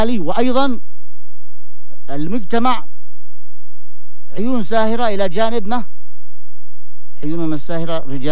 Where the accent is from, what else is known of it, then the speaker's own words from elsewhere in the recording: Yemen; عندنا في اليمن